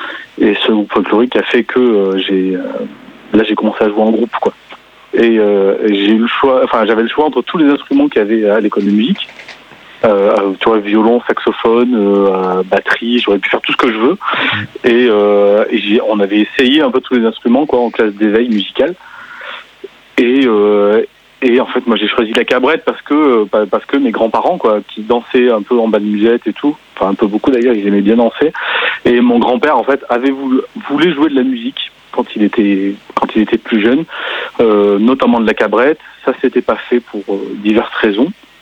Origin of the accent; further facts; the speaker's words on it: Auvergne-Rhône-Alpes, France; Moi, je viens du sud du Cantal. Vraiment extrême sud, au sud d'Aurillac, dans un tout petit village de... Quand j'étais petit, il y avait 250 habitants dans le village. J'ai vécu, donc je suis né en 84